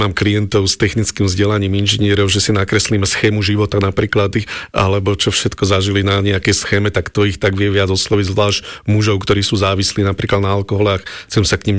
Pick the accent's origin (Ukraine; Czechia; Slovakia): Slovakia; Bratislava, Bratislava Region; v Lamači, odkiaľ pochádzam